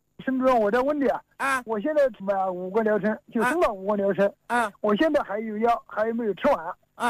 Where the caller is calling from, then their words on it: China; 我是金山的。